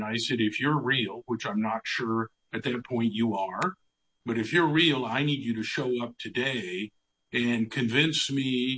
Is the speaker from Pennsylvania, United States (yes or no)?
no; Tulsa, Oklahoma, United States; every fall the state fair comes to my hometown of Tulsa, Oklahoma.